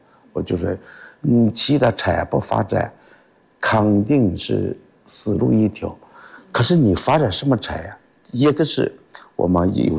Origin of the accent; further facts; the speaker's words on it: Shanxi, China; 特别是我们这一带的个中成药是很好，我们是山西的南部嘛